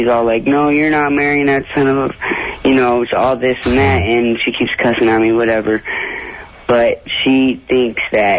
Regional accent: Los Angeles, California, United States; now in Pasadena, United States; I'm originally from L.A.

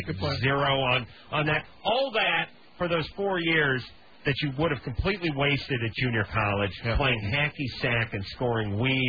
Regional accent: North Hollywood, California, United States; I'm from North Hollywood.

